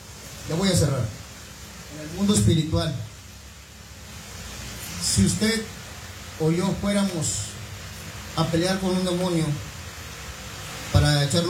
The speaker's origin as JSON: {"language": "Spanish", "town": "Ébano", "region": "San Luis Potosí", "country": "Mexico", "tie": "born or raised there", "moved": "yes", "lives_now": "Reynosa, Mexico", "said": "Yo quería que Dios me moviera a mi pueblo. Desde antes de que estuviera en la iglesia, yo, desde que estábamos allá, dije, Señor, si me vas a hacer pastor, que sea Ébano. Pero el Señor me quitó Ébano y me puso Reynoso."}